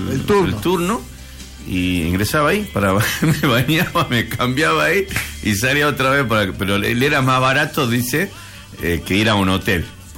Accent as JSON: {"language": "Spanish", "town": "Campo Santo", "region": "Salta", "country": "Argentina", "tie": "born or raised there", "moved": "yes", "said": "ahí en el donde yo vivía, en mi pueblo, en Camposanto"}